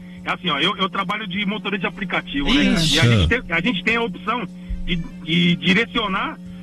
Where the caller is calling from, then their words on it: Brazil; Tô falando do Parque Santo Antônio